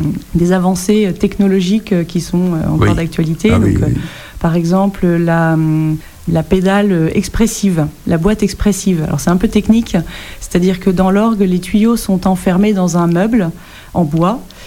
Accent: Trouville-sur-Mer, Normandy, France; Je suis originaire de Normandie

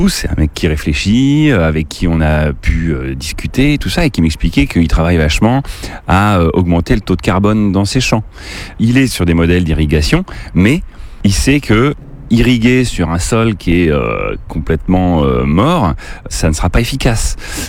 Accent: Chédigny, Centre-Val de Loire, France; Alors moi, j'ai grandi donc à Chédigny.

